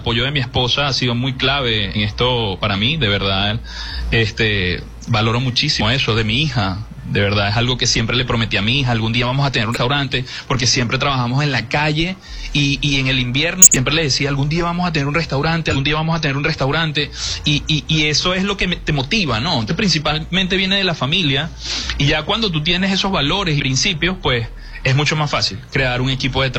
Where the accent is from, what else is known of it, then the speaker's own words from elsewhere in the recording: Peru; moved away as an adult; now in Venezuela; solamente tengo un año aquí en Venezuela. Una de las metas que me propuse desde que me vine de Perú